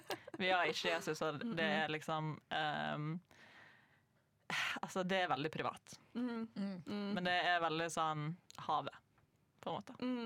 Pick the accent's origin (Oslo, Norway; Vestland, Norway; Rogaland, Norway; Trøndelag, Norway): Vestland, Norway; Atløy; The Yearly Happening på Atløy, der jeg er fra.